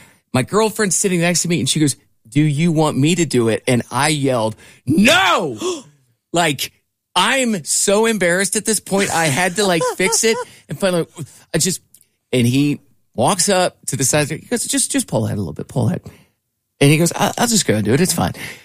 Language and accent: English; Iowa, United States; I had a little experience growing up in Iowa.